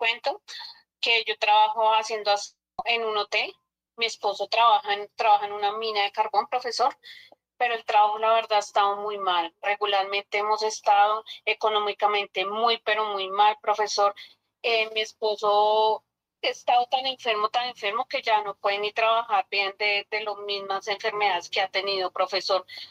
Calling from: Guachetá, Cundinamarca, Colombia; lo estoy llamando desde Guachitá, Cundinamarca.

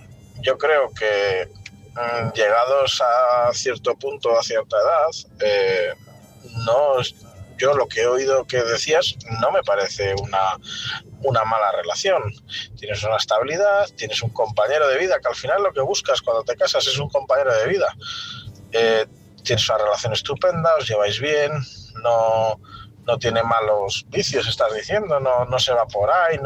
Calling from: Palencia, Castile and León, Spain; corresponsal de Palencia

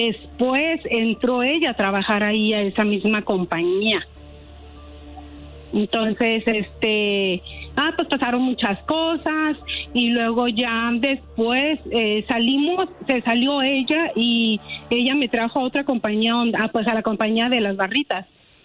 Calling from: Denver, Colorado, United States; De Denver, Colorado.

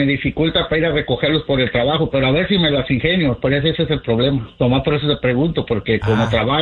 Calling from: Carson, California, United States; De acá, desde Carson. Acá por Wilmington, Long Beach, no sé si has oído por acá, pues cerca del estadio, del Dignity, aquí por la Avalon y la Sepúlveda.

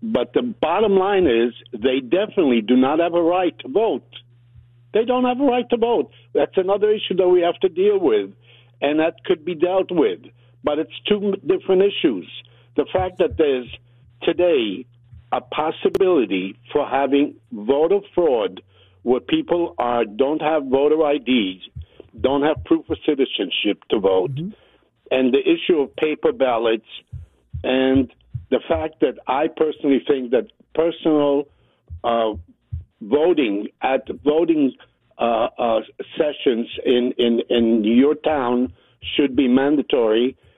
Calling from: United States

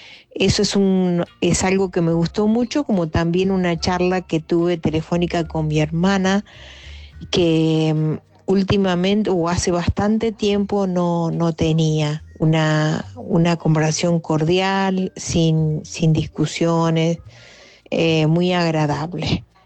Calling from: Córdoba, Argentina; de Zárate, sino que soy … de Córdoba.

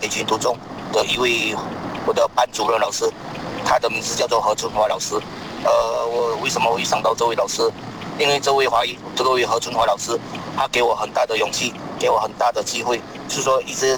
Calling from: Johor, Malaysia; 我是来自罗佛州的

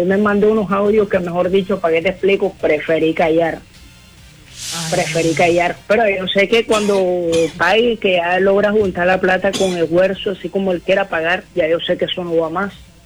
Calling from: Soledad, Atlántico, Colombia; de la ciudad de Barranquilla, municipio Soledad.

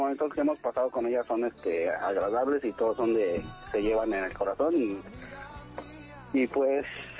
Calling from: Nezahualcóyotl, State of Mexico, Mexico; Acá en el municipio de Nezahualcóyotl

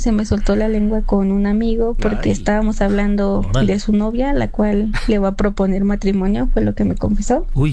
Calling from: Ciudad Nezahualcóyotl, State of Mexico, Mexico; los escucho desde Ciudad Nezahualcóyotl

